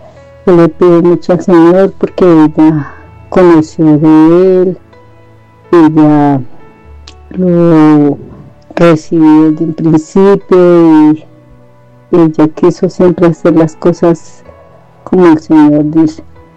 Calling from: Bogotá, Bogotá Capital District, Colombia; yo vivo en Fuentidón

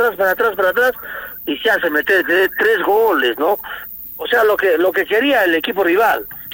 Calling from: Arequipa, Peru; Yo soy hincha de Melgar, sí, por lo que soy arequipeño.

